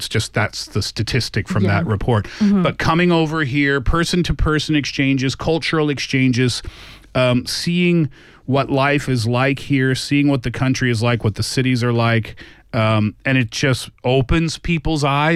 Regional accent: Canada; Yeah, well, but listen, I'm from Canada. People think we live in igloos.

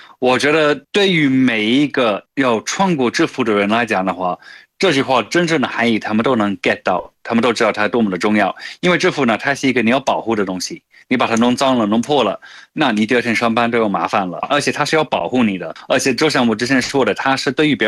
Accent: London, United Kingdom; 从小在英国坐地铁

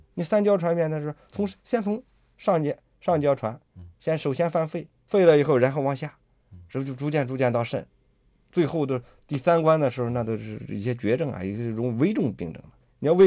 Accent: Neiqiu, Hebei, China; 这个扁鹊祠就是在我们老家那儿，就是在

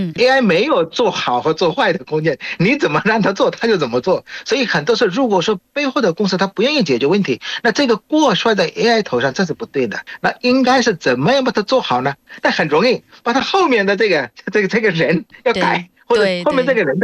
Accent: Bangladesh; Chinese is a second language; 我是来自于孟加拉国的

